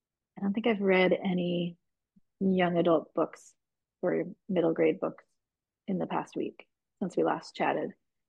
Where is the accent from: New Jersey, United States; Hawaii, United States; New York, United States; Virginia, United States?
New York, United States; Hudson